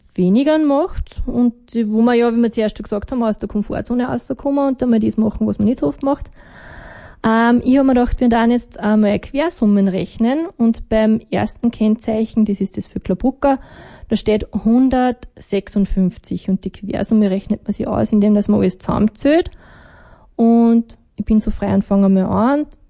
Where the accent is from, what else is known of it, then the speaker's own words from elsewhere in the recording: Vöcklabruck, Upper Austria, Austria; aber natürlich Vöcklabruck, meine alte Heimat, auch mit eingebunden.